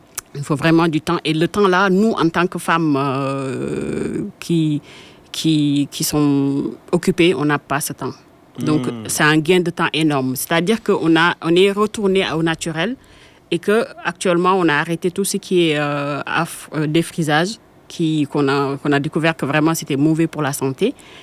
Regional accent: Senegal; en tant que Sénégalais

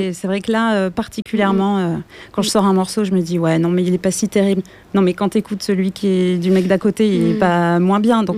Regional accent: Bordeaux, Nouvelle-Aquitaine, France; Enfin, moi, je suis bordelaise.

